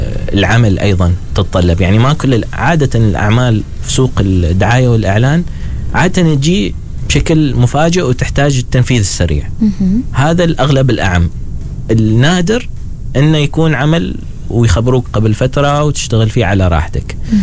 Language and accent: Arabic; Oman; إحنا كمواهب عمانية